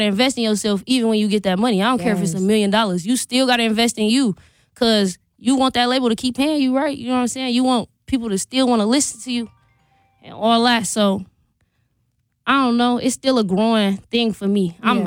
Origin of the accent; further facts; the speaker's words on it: Milwaukee, Wisconsin, United States; I'm from Milwaukee, Wisconsin, obviously. And I'm born on the east side.